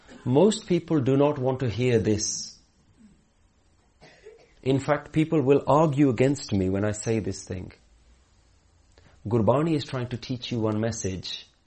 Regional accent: London, United Kingdom; I come from London, so it takes a very long time for me to just see the coast.

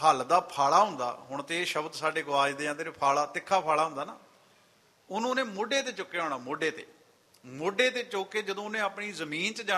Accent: Patti, Punjab, India; ਮੈਂ ਖੁਦ ਪੱਟੀ ਦਾ ਰਹਿਣ ਵਾਲਾ।

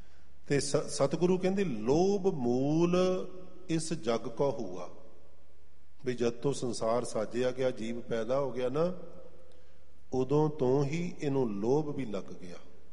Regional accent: Saheri, Punjab, India; ਮੇਰਾ ਇਲਾਕਾ ਹੈ ਮਰਿੰਡੇ ਦੇ ਕੋਲ, ਪਿੰਡ ਹੈ ਸਹੇੜੀ, ਗੰਗੂ ਬ੍ਰਾਹਮਣ ਦਾ ਪਿੰਡ।

